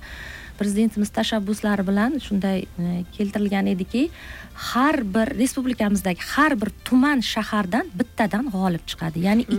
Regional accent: Bukhara, Bukhara Region, Uzbekistan; now in Tashkent Region, Uzbekistan; Masalan, men o'zim ham Toshkent viloyatida faoliyat yuritaman. O'zim asli buxorolikman. Bu yerga yaqinda kelganmiz. 5 yil bo'lgan.

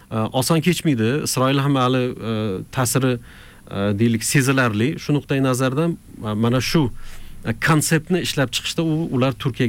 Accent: Khorezm Region, Uzbekistan; Nima Sanjarbek, men o'z Xorazmdanman-ku. Urganch shevasi bilan Azerbayjon tili o'rtasida deyarli farq yo'q.

